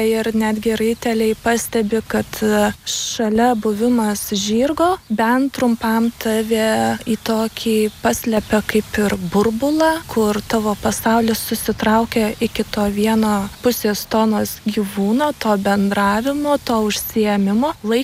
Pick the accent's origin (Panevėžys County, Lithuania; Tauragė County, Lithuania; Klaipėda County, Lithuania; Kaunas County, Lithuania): Kaunas County, Lithuania; Garliava; moved away as an adult; now in Prienai district, Lithuania; buvo toks tarpsnis, kai mes iš Garliavos kraustėmės ir mama atsikraustė čia į Prienų rajoną, o aš, kadangi buvau studentė, išsikrausčiau į Kauną.